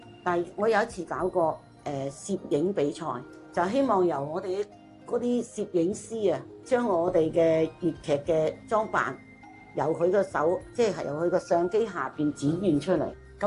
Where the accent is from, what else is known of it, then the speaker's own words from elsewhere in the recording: Macau; 我咧就系、是、澳门啦，土生土长嘅，咁但系咧就系、是、我系佛山人，